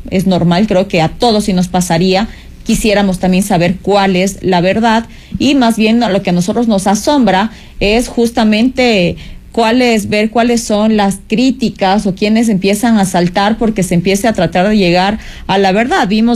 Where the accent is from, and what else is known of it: Ecuador